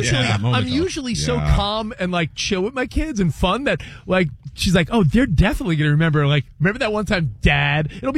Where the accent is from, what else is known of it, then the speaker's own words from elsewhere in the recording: New York, United States; I'm from New York.